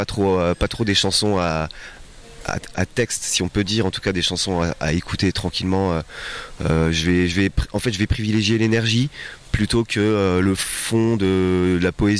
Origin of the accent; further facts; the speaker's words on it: Nancy, Grand Est, France; donc c'est un collectif lorrain, moi je viens de Nancy.